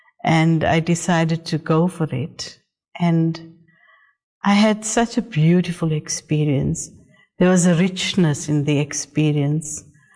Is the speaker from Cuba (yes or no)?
no; South Africa; born there; So I was born in South Africa, and I had a good life, came from a good home.